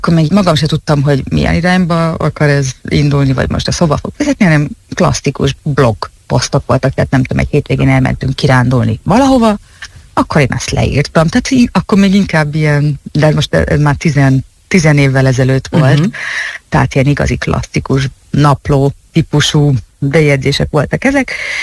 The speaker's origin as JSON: {"language": "Hungarian", "country": "Hungary", "also_born_or_lived": "Budapest", "first_language": "Hungarian", "moved": "as an adult", "lives_now": "Italy", "said": "magyar az anyanyelvem, tehát én magyarul szeretek írni."}